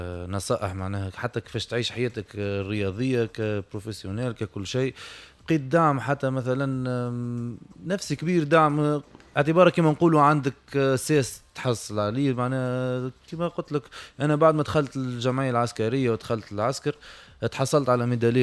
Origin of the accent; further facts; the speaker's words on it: Menzel Temime, Nabeul Governorate, Tunisia; أنا أصلي من جمعية رياضية بمنزل تميم.